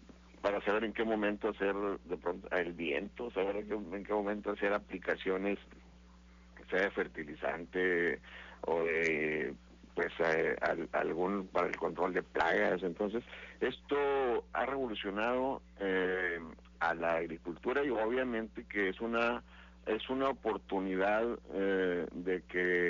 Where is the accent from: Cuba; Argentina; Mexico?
Mexico; Madera, Chihuahua; mi pueblo está enclavado allá en el municipio de Madera, Chihuahua, en lo más espeso de la Sierra Madre Occidental, en las colindancias con Sonora